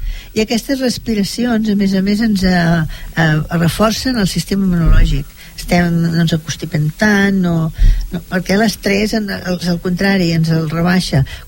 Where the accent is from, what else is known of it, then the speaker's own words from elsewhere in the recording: Catalonia, Spain; som catalans, això també ens va bé